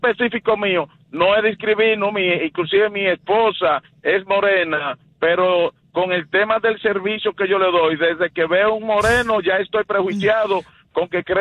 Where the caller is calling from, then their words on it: Philadelphia, Pennsylvania, United States; aquí en el caso específico de Filadelfia, ya los taxistas nos estamos uniendo